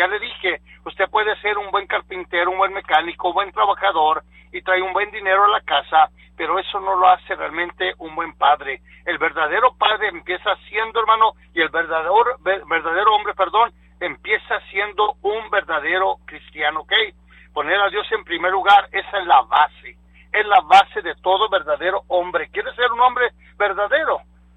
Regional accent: Pennington, Texas, United States; Soy de Pennington, Texas, 806-202-1215.

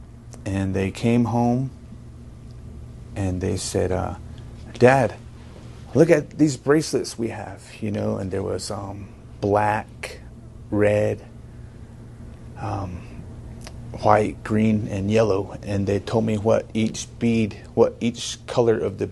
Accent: Arizona, United States; I'm from Noslini, Arizona. I attend Solid Rock Baptist Church.

